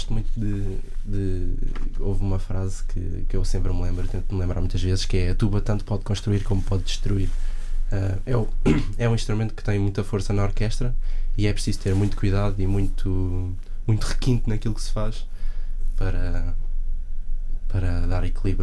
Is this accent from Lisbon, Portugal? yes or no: yes; Torres Vedras, Lisbon, Portugal; born or raised there